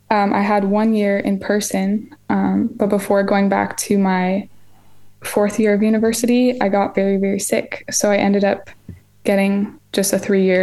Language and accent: English; Ottawa, Ontario, Canada; I grew up in Ottawa, Ontario, so the capital. And I've been here all 23 years.